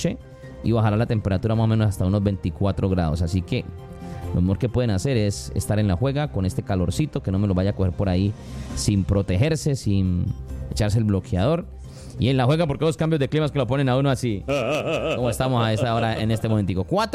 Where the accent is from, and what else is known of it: Cali, Valle del Cauca, Colombia